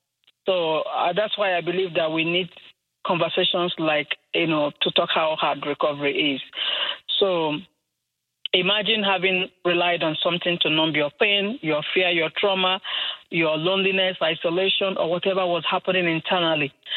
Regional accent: Enugu State, Nigeria; I'm an African. I'm a Nigerian from a province called Enugu State in Nigeria.

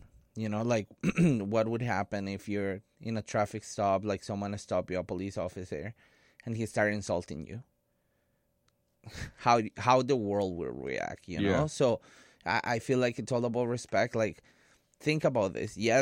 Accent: Colombia; moved away; I come from Colombia

